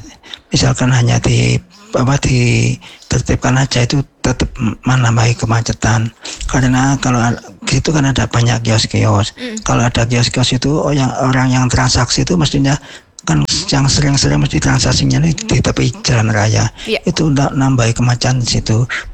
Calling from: Malang, East Java, Indonesia; saya sebagai warga Kota Malang

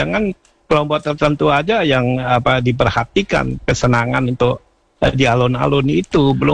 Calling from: East Java, Indonesia; saya sebagai warga Malang Raya ya, khususnya Kabupaten Malang.

